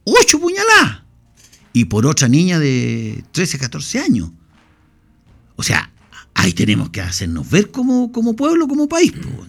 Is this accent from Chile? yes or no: yes; Chile